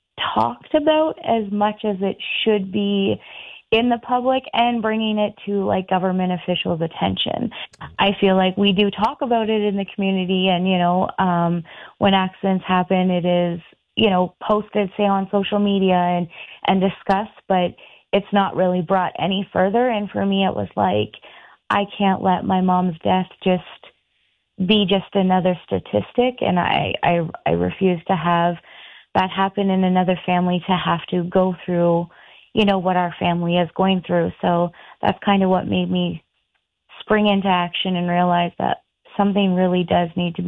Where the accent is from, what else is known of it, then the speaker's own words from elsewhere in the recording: Ottawa Valley, Ontario, Canada; moved away as an adult; now in Ottawa, Canada; I was born and raised in the Ottawa Valley. So I've been very aware of that. I mean, I moved to Ottawa, you know, quite a few years ago